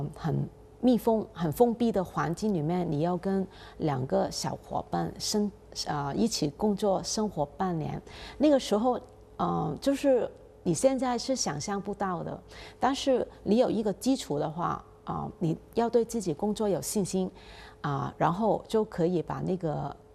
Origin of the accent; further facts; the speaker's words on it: Hong Kong; 凤凰卫视的全球华人观众， … ，首先特别感谢大家对我的关注还有支持，非常感谢国家对我们香港那边的支持。